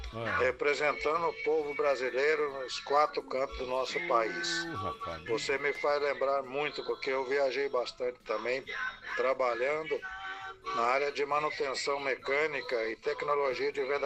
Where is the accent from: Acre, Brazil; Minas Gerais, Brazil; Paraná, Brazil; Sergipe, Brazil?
Paraná, Brazil; Telêmaco Borba; Eu sou daqui de Telêmaco Borba, então.